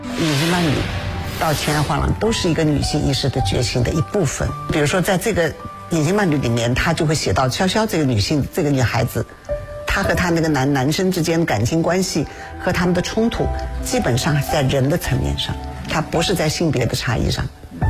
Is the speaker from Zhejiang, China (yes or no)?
yes; Hangzhou, Zhejiang, China; 我是杭州人